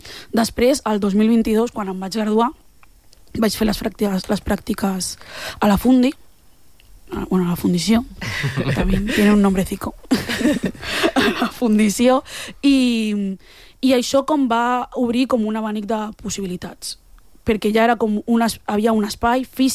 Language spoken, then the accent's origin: Catalan; L'Hospitalet de Llobregat, Catalonia, Spain; com a dones negres d'Hospitalet, que no que som d'Opi